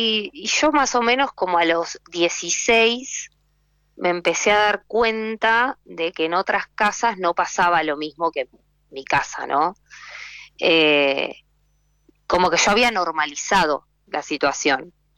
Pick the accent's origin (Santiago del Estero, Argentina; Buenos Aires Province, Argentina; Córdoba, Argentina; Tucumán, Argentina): Buenos Aires Province, Argentina; Quilmes; born there; Yo nací en Quilmes, sí. Tengo familia en Villa Elisa, La Plata.